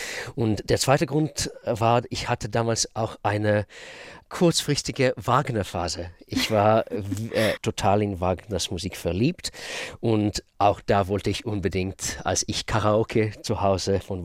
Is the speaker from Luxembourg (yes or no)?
no; Israel; born or raised there; German is a second language; moved away as an adult